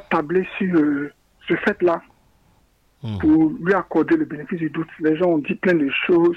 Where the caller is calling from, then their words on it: Abidjan, Côte d’Ivoire; De Yopougon, Sainte-Rita.